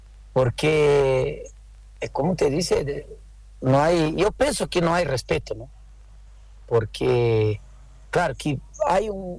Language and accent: Spanish; Brazil; now in Bolivia; unos brasileños en Brasil, en nuestra casa. En nuestra casa no, porque ya me considero boliviano